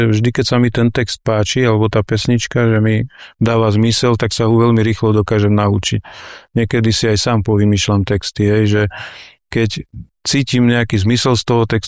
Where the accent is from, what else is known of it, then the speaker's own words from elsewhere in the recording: Valča, Žilina Region, Slovakia; Pochádzam akoby z Valče, ale celý náš rod … ktorý bol prisťahovaný do Valče, bol z Terchovej.